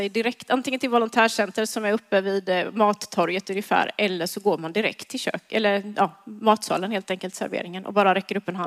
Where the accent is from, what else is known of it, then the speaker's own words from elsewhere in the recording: Habo, Jönköping County, Sweden; Och jag är uppvuxen i Habo.